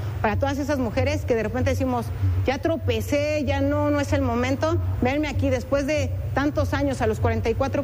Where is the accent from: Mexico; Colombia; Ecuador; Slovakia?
Mexico; Lo traemos en la sangre. Nosotros los mexicanos y las mexicanas somos aguerridas.